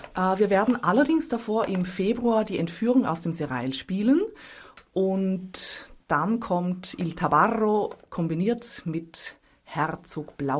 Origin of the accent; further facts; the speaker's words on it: Zurich, Switzerland; accent: Swiss; moved away; Bin ja aus Zürich.